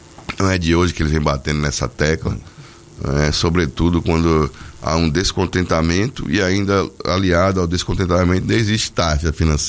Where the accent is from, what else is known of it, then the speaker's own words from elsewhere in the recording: Bahia, Brazil; Eu me lembro que quando eu cresci, aqui em Piauí, na rua Borges de Barros, número 305.